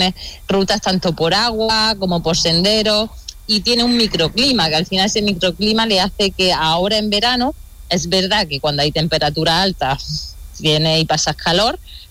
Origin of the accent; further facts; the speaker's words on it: Dúrcal, Andalusia, Spain; yo soy de un pueblo, soy de Dúrcal, de Granada, del Valle del Lecrín, y mis padres tenían casa rural, ¿eh?